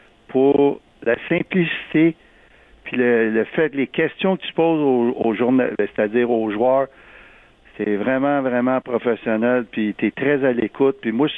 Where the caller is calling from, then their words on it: Montreal, Quebec, Canada; moi, je viens de Montréal-Verdun